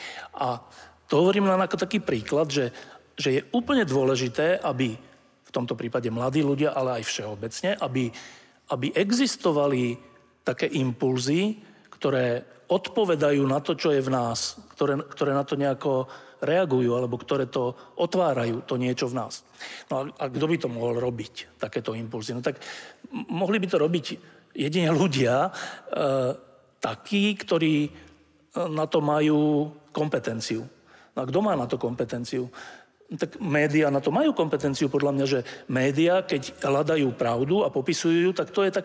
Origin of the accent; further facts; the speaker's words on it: Bratislava, Bratislava Region, Slovakia; Ja som vyrastal v Bratislave, v Petržalke, to je takéto sídlisko, 100-tisícové, samé paneláky.